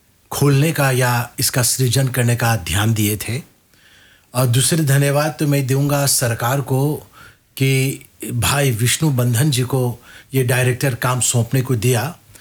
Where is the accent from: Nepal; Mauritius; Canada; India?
Mauritius; Lalmatie, Flacq; मैं लालमाटी वासी हूँ